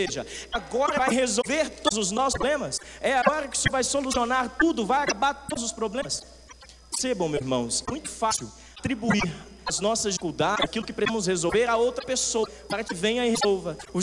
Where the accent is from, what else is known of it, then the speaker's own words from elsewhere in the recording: Cachoeiro de Itapemirim, Espírito Santo, Brazil; moved away; lá em Cachoeiro, de onde eu nasci, cresci, fui dado